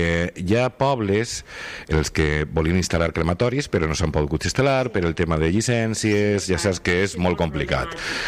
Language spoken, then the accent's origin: Catalan; Manises, Valencian Community, Spain; No, però no així, en Manises, en Manises. Jo soc de Manises.